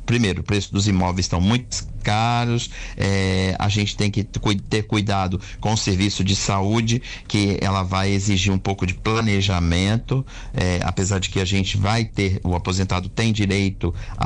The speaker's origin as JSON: {"language": "Portuguese", "country": "Brazil"}